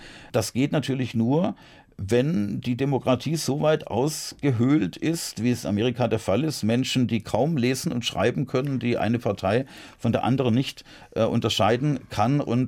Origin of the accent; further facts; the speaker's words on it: Heilbronn, Baden-Württemberg, Germany; 1990 bin ich dann in meiner Heimatstadt Heilbronn als Kandidat auch angetreten, als Bürgermeisterkandidat